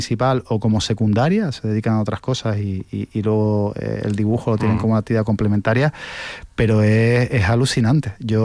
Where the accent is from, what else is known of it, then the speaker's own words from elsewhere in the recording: Canary Islands, Spain; yo estoy ahora en los estudios de Tenerife, pero yo soy de Gran Canaria.